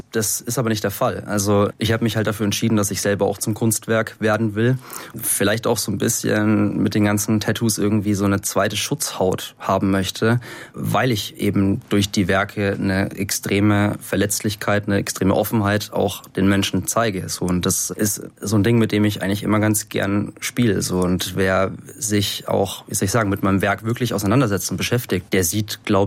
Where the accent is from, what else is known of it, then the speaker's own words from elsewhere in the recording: Schweinfurt, Bavaria, Germany; Ich habe bis ich 13, 14 war, bis ich dann tatsächlich mit dem Graffiti-Sprayen angefangen habe, bei uns in Schweinfurt als Torwart gespielt.